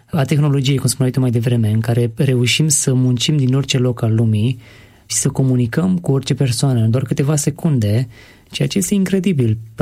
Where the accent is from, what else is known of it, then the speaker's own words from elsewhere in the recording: Romania; Noi suntem români